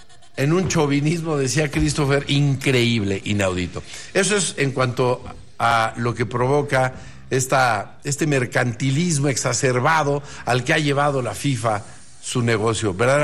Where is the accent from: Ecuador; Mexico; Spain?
Mexico; como nosotros somos mexicanos